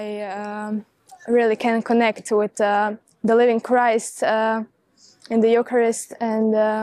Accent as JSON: {"language": "English", "town": "Zadar", "region": "Zadar County", "country": "Croatia", "said": "I'm from Zadar."}